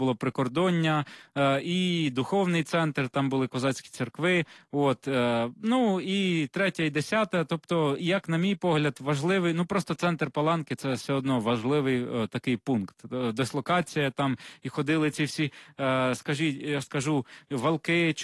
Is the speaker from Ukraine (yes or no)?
yes; Yuzhnoukrainsk, Mykolaiv Oblast, Ukraine; сучасного міста, звідки я родом, Южна, а тепер уже Південна Українська.